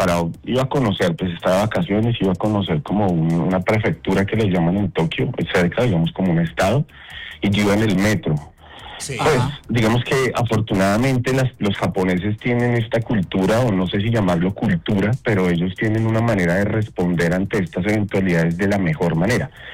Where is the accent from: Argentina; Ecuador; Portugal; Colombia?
Colombia; Hoy no hay nada, hermano. Hoy somos colombianos.